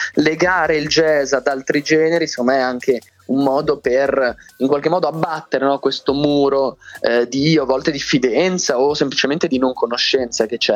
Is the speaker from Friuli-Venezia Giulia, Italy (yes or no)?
no; Bologna, Emilia-Romagna, Italy; conservatorio di Bologna, che è la mia città natale. Poi ho studiato anche negli Stati Uniti